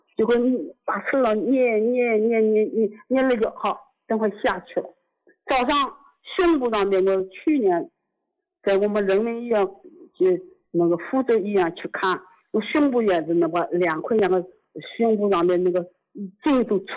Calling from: Zhuji, Zhejiang, China; 我是诸暨的。

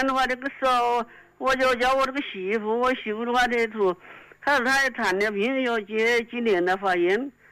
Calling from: Huangshi, Hubei, China; 我是黄石，我黄石就是在钟楼这里，就是人民广场这里。

